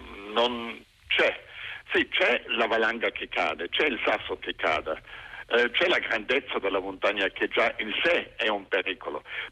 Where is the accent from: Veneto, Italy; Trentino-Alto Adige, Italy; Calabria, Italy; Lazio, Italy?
Trentino-Alto Adige, Italy; Io sono cresciuto nel Sud Tirolo, nella mia terra natia, vicino alle Dolomiti